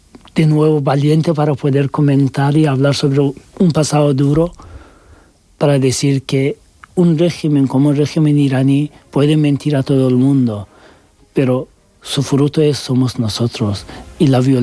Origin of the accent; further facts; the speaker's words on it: Turkey; now in Spain; Y especialmente cuando eres inmigrante y LGBT, da igual que seas también turco, porque digo, soy turco y podía pasar más fácil que los otros muchos